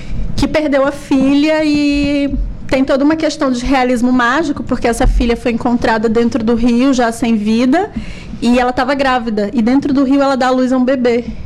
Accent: São Luís, Maranhão, Brazil; eu nasci em São Luís, fui criada em São Luís. São Luís é uma ilha, né, também.

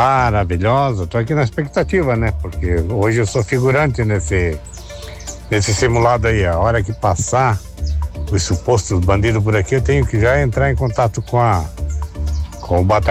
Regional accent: Guaramirim, Santa Catarina, Brazil; a Guaramirim, a minha cidade natal, é... Nasci lá no Salto do Guamiranga, lá onde dá bastante roubalinho. Sou natural de Guaramirim, com muito orgulho.

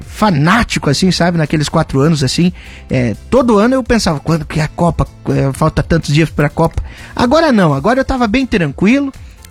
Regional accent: Brazil; nós que somos brasileiros

